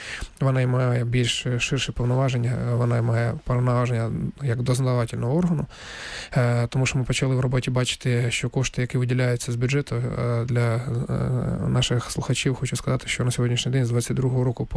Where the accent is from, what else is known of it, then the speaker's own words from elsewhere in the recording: Donetsk, Donetsk Oblast, Ukraine; moved away as an adult; тому що дійсно я сам з Донецька